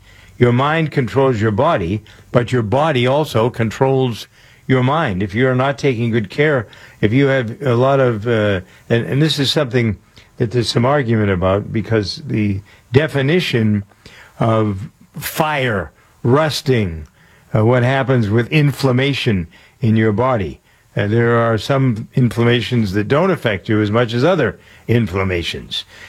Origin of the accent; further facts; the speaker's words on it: Framingham, Massachusetts, United States; I have one street in my hometown of Framingham, Massachusetts, that has five, count them, one, two, three, four, five chicken restaurants.